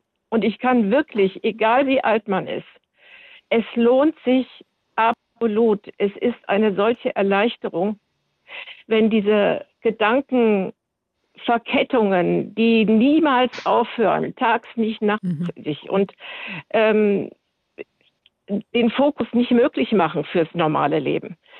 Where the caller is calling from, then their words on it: Bad Wiessee, Bavaria, Germany; genau. Ich rufe aus Bayern an, aus Bad Wiessee.